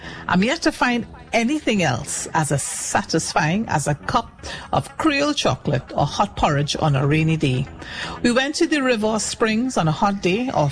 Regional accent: Trinidad & Tobago; I grew up in Trinidad and Tobago during a time when everyone treated each other like family, when you always had to speak properly when you were with your parents or adults, but could lego with your friends.

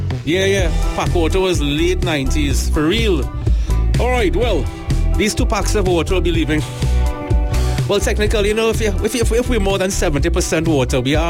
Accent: Barataria, San Juan–Laventille, Trinidad & Tobago; Growing up in Barataria, almost, if not every single yard had a fruit tree.

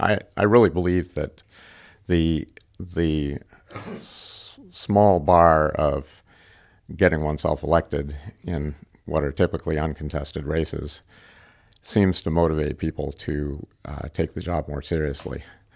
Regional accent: New Hampshire, United States; born there; also born or lived in Ethiopia / North Carolina / Rockville, Maryland; I was born in New Hampshire, and I took a circuitous route to come back to New England, but felt like I arrived home when I got here by Ethiopia, North Carolina, Rockville, Maryland, just outside of D.C.

